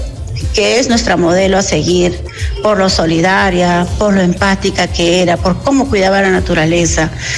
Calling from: Lima, Peru; de Distrito de la Victoria.

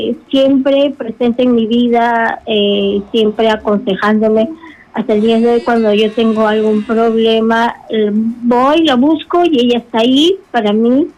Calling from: Callao, Peru; Del Callao.

